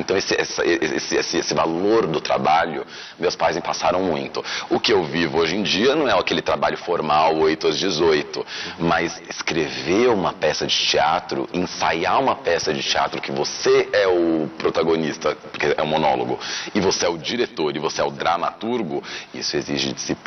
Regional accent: São Paulo, Brazil; Então eu não tive uma infância lá, minha infância já é aqui em São Paulo, mas meu pai, ele tinha uma presença muito piauiense, muito nordestina e muito orgulho disso.

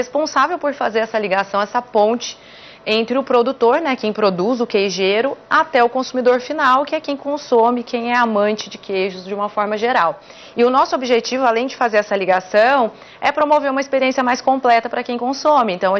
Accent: Rio de Janeiro, Brazil; born there; Eu nasci no estado do Rio, no interior do Rio de Janeiro.

